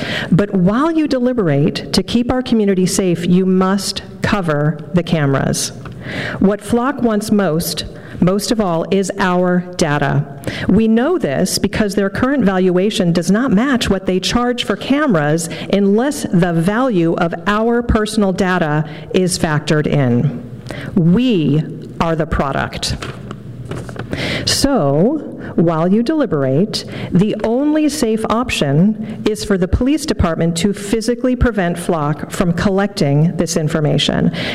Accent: Palo Alto, California, United States; I grew up in Palo Alto, attending K through 12 here, and my parents still live in the same house where I grew up.

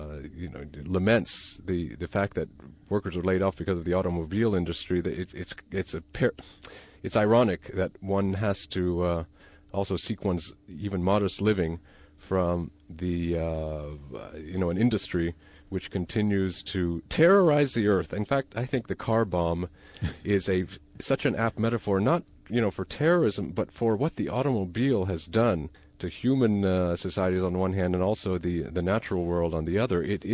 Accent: İzmir, Turkey; I know that when I grew up in Turkey, as I mentioned in my opening remarks

